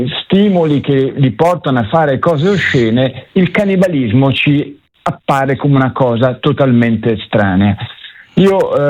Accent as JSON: {"language": "Italian", "region": "Liguria", "country": "Italy"}